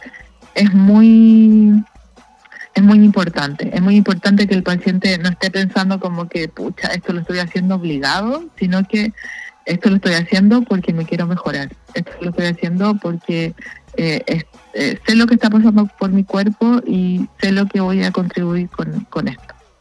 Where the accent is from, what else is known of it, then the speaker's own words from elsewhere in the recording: Valparaíso, Chile; yo soy oriunda de Valparaíso